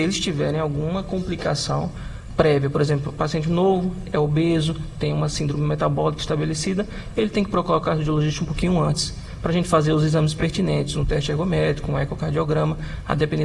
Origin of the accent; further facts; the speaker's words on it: Paraíba, Brazil; Olha, eu vou te falar que eu sou paraibano, tá?